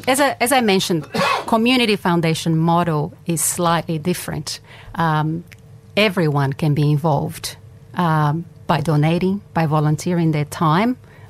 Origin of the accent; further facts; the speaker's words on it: Brazil; now in Northern Rivers, Australia; I grew up in Brazil, and where you see a lot of need.